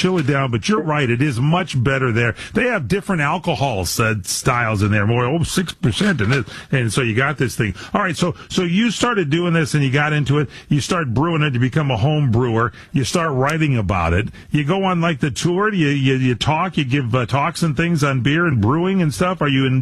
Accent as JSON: {"language": "English", "region": "California", "country": "United States", "tie": "born or raised there", "accent": "Chicago", "said": "I grew up in California, but my parents were from Illinois in the Chicago area and Fox River Grove."}